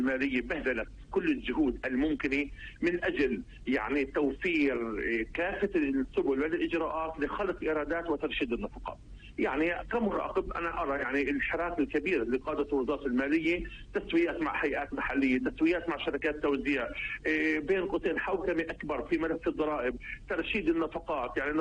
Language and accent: Arabic; Palestine; استفدنا نحن كشعب فلسطيني